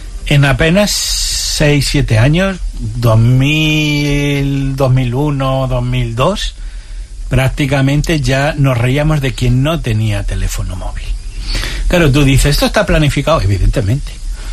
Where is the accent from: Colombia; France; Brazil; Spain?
Spain; Extremadura; Claro, yo soy extremeño. Mi abuela extremeña de toda la vida